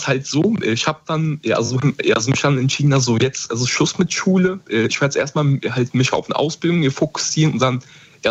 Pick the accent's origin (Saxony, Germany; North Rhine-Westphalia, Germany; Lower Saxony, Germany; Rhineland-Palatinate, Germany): Rhineland-Palatinate, Germany; Koblenz; Also, also ich komme aus Koblenz, Rheinland-Pfalz.